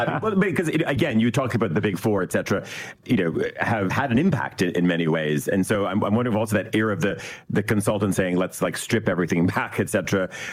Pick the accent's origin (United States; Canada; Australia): Canada; and I grew up in Canada, and I can remember a time in the 70s, 80s when you had department stores like Eaton's and the Hudson's Bay Company.